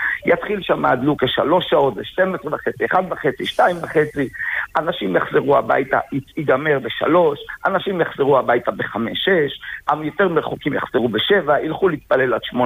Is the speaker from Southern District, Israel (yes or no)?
no; Tel Aviv, Tel Aviv District, Israel; born there; moved away; אני תל אביבי במקור